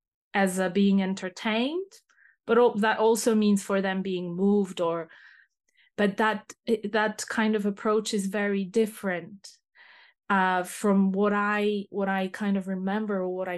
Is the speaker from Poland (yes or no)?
yes; Poland; also born or lived in Scotland; now in England, United Kingdom; when I was growing up or in high school, I went to see a lot of theater in Poland.